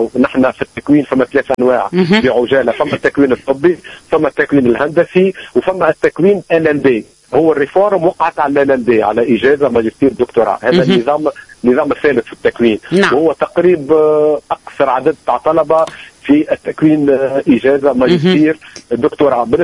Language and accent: Arabic; Tunisia